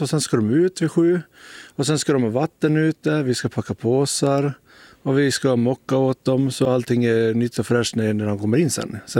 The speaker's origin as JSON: {"language": "Swedish", "country": "Sweden", "tie": "born or raised there", "said": "jag är ju född i Bjurs och allting så där, så man har ju sett den här utsikten året runt"}